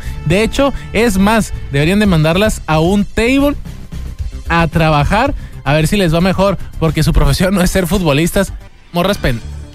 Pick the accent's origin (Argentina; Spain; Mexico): Mexico; ¿Por qué nos esperamos como mexicanos a hacerlo hasta el último, güey?